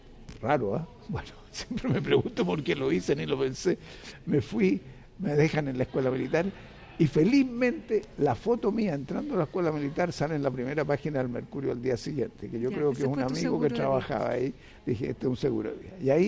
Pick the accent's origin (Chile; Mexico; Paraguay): Chile; voy a luchar por la libertad en mi país.